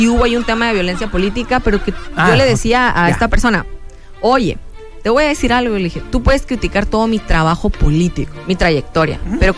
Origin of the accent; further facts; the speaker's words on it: Mexicali, Baja California, Mexico; amar a la ciudad, amar donde vives, donde naciste, donde creciste, donde me formé políticamente. Yo soy hija de familia migrante, mi papá de Sinaloa, mi madre de Oaxaca, y soy la primera generación de cachanillas